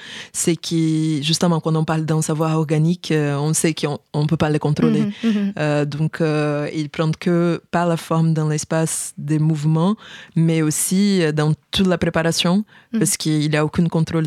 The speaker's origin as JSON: {"language": "French", "region": "Rio de Janeiro", "country": "Brazil", "second_language": "French", "said": "un voyage d'exploration qui est arrivé à, chez moi, à Rio de Janeiro."}